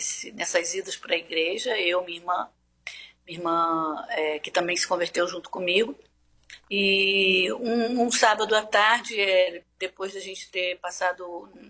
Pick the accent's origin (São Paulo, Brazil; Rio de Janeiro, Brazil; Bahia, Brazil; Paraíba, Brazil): Rio de Janeiro, Brazil; Então, eu sou do Rio de Janeiro, né, do interior do Rio.